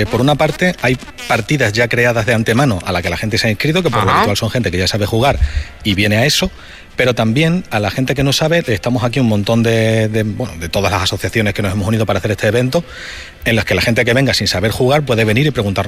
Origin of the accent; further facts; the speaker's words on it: Badajoz, Extremadura, Spain; somos de aquí de Badajoz